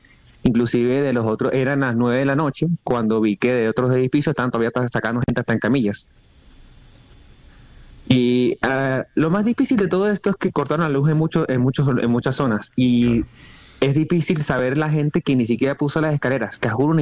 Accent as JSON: {"language": "Spanish", "town": "Socopó", "region": "Barinas", "country": "Venezuela", "lives_now": "Caracas, Venezuela", "said": "yo soy de un pueblo que se llama Socopón. Yo no soy de Caracas, yo vine acá a poder ejercer mi carrera."}